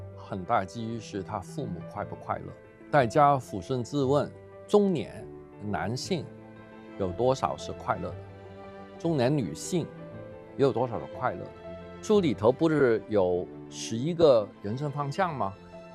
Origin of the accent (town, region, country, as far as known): China